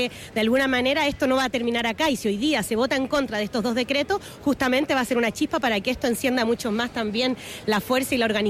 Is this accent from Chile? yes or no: yes; Chile; Yo soy de Chile